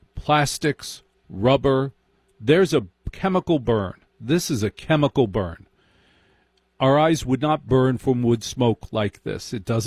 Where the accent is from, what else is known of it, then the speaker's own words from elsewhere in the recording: New Jersey, United States; I grew up in Jersey. I know different kinds of smoke because on any given day, the smoke could kill us.